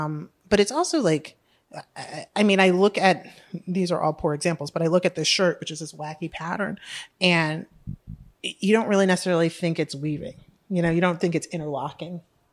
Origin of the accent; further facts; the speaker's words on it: New York, United States; I grew up in Harlem, but I went to private school on the Upper East Side, right?